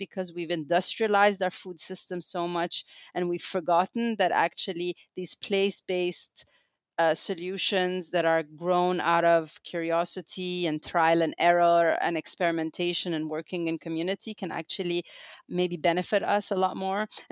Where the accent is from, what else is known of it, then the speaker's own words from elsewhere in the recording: Egypt; now in United States; growing up, I come from Egypt.